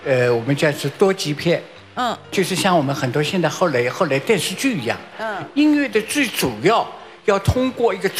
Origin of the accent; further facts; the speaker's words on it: Shanghai, China; 我们上海人